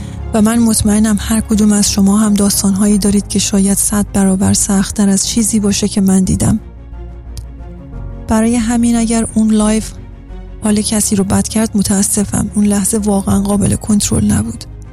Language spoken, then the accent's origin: Persian; Iran; من به عنوان یه ایرانی